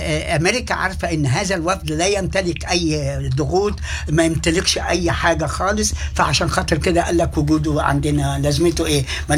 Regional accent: Egypt; الأمن المركزي عندنا في مصر

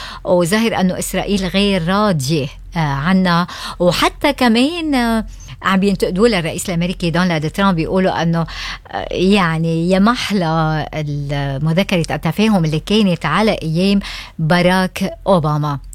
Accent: Lebanon; عنا بلبنان

